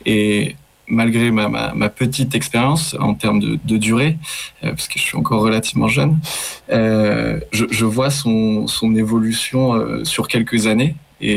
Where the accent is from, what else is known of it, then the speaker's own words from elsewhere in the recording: Auvergne-Rhône-Alpes, France; born there; je suis né en Savoie et je pratique beaucoup la montagne pour mes loisirs personnels